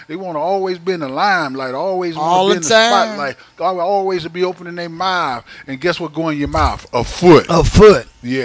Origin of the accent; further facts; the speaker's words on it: Port Arthur, Texas, United States; born or raised there